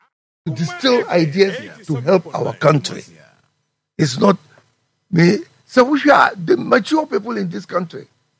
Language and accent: English; Ghana; Woman who we are Ghanaian. That's all.